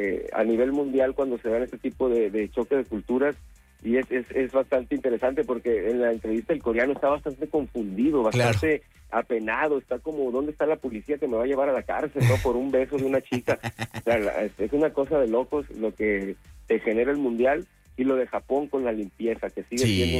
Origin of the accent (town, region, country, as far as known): Mexico